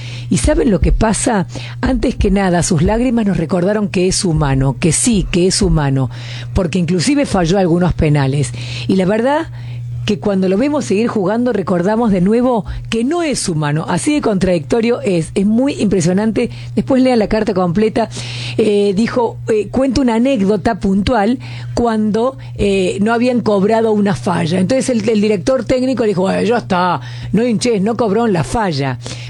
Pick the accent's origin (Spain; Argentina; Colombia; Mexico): Argentina; no solamente nosotros como argentinos